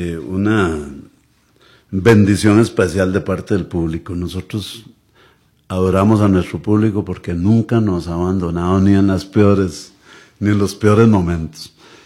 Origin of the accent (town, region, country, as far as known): Costa Rica